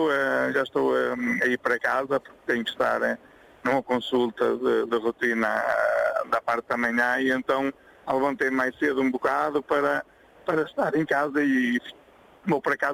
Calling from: Penafiel, Norte, Portugal; Eu sou de Paço da Penafiel.

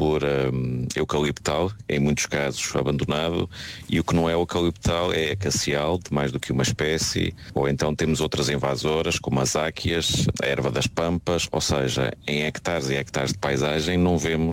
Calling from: Covilhã, Centro, Portugal; sou da Covilhã, mas estou a falar de Braga.

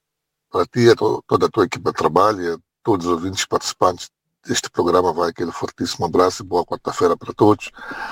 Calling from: Mozambique; Aqui em África

